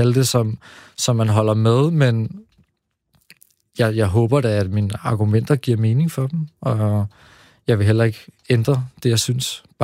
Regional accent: Slagelse, Zealand, Denmark; born there; also born or lived in Israel; now in Copenhagen, Denmark; jeg er vokset op i delvist i Slagelse

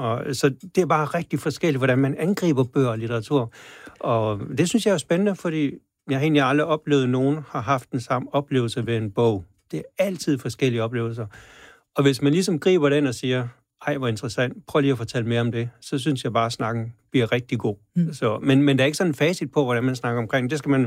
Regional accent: Djursland, Central Denmark Region, Denmark; born or raised there

